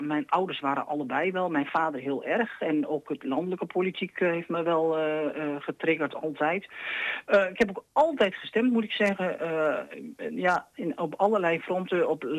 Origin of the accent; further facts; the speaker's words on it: Netherlands; Ik ben 61 jaar. Ik ben geboren en getogen in Waterveld. En ik woon nog steeds in Waterveld.